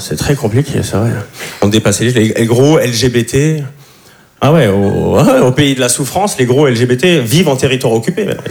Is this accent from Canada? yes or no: no; Switzerland; now in Paris, France; Comme il a dit, je suis suisse. Ça fait 2 ans que j'habite à Paris.